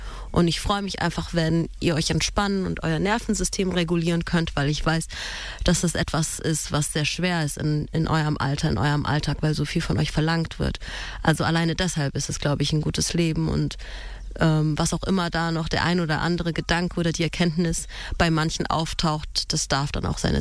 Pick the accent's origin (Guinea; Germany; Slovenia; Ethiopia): Ethiopia; moved away; ich bin aus Äthiopien. Ich bin dort geboren und aufgewachsen